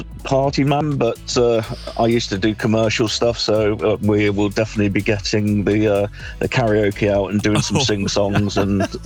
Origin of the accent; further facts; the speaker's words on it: Coventry, West Midlands, United Kingdom; moved away; I'm originally from Coventry and we were one of the only places in the country that calls it a batch.